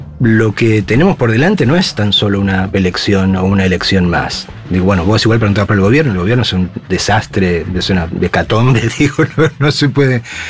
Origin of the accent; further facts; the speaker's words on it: Argentina; los que nos consideramos parte del pueblo argentino